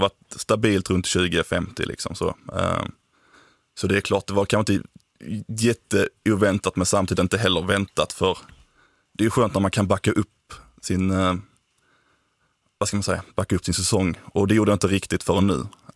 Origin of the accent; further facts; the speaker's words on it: Häglinge, Skåne, Sweden; accent: Göingeskånska; jag är född på landet egentligen, till Häglinge heter väl orten, men Sösdala är närmsta byn, så det är Göingetrakten, mitten av Skåne kan man säga.